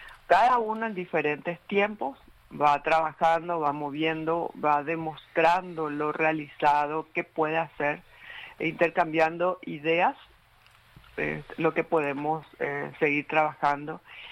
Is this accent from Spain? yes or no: no; Paraguay; por dar a conocer también como paraguayos qué estamos haciendo a nivel de salud pública, a nivel internacional.